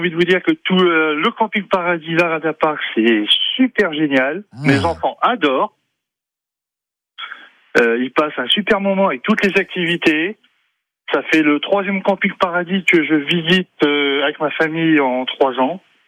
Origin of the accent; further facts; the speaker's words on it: Nevers, Bourgogne-Franche-Comté, France; De la Nièvre, Nevers.